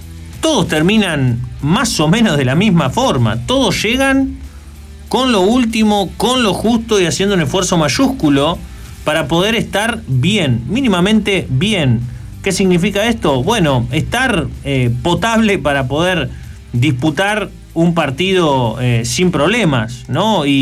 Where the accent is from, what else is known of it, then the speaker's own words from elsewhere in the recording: Argentina; nosotros somos argentinos